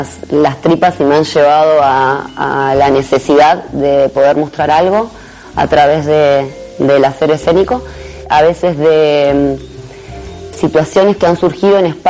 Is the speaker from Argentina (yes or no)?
yes; Santa Fe, Argentina; soy santafesina.